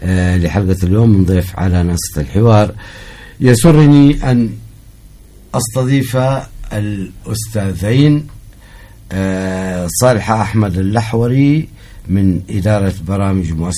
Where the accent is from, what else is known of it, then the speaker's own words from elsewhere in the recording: Hadhramaut, Yemen; صار عندنا في حضرموت كثير من المتسربين من الدراسة